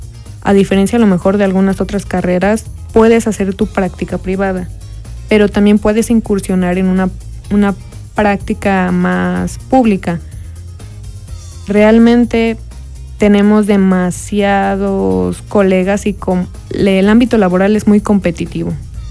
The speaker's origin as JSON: {"language": "Spanish", "town": "Acatlán de Osorio", "region": "Puebla", "country": "Mexico", "tie": "born or raised there", "said": "yo soy originaria de Acatlán de Osorio"}